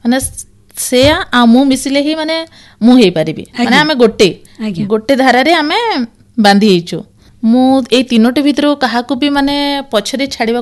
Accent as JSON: {"language": "Odia", "town": "Kuchinda", "region": "Odisha", "country": "India", "tie": "born or raised there", "said": "ଆମ ଘର ହେଲା କୁଚିଣ୍ଡା।"}